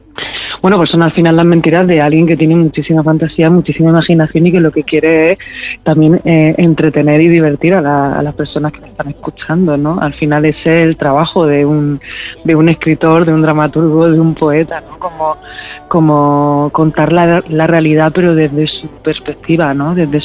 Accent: Region of Murcia, Spain; moved away as an adult; also born or lived in Granada; yo soy murciana, pero estudié en Granada.

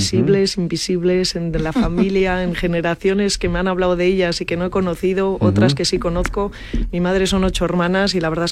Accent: Asturias, Spain; Me estoy acordando ahora de una que se llama … yo soy asturiana

